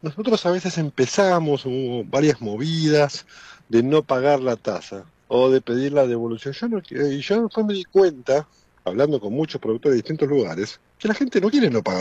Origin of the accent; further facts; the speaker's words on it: Buenos Aires, Argentina; yo soy de Capital Federal